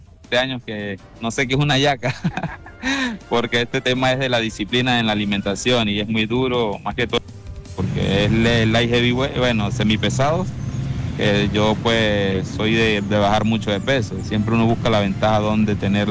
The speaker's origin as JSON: {"language": "Spanish", "town": "El Vigía", "region": "Mérida", "country": "Venezuela", "tie": "born or raised there", "said": "Soy hijo del Vigía, soy hincha del Vigía, soy del barrio La Conquista. Ahí crecí, ahí me crié"}